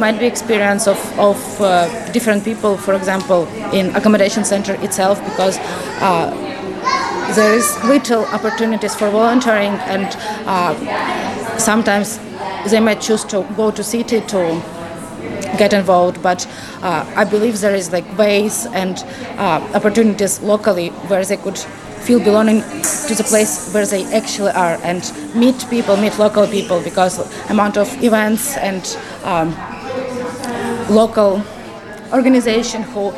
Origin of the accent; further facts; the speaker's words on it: Ukraine; English is a second language; moved away as an adult; now in Youghal, Ireland; I'm originally from Ukraine, and I have been living in Ireland for past 4 years.